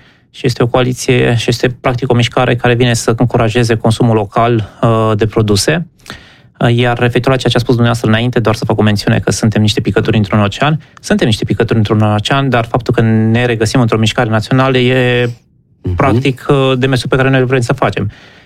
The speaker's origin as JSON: {"language": "Romanian", "region": "Transylvania", "country": "Romania", "said": "eu sunt mândru, sunt din Transilvania și ne mândrim tot mereu cu biodiversitatea"}